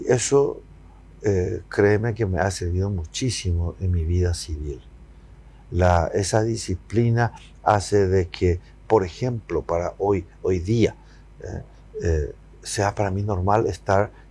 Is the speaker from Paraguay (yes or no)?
yes; Paraguay